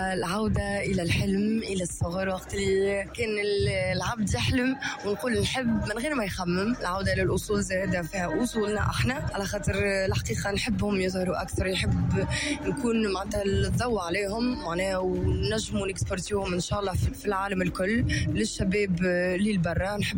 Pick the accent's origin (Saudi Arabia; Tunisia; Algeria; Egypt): Tunisia